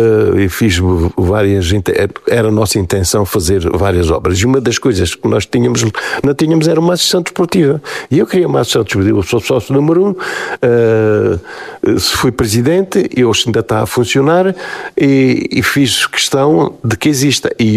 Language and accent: Portuguese; Marvão, Alentejo, Portugal; born there; moved away; do Conselho onde eu nasci